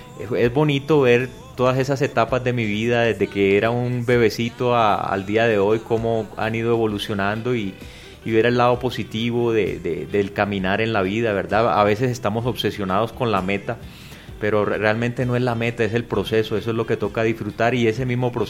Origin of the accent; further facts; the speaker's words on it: Montería, Córdoba, Colombia; born there; de una mamá antioqueña, un papá vallecaucano, que se fueron a vivir allá a la costa. Se conocieron, se casaron y bueno, ahí nació mi hermano y nací yo.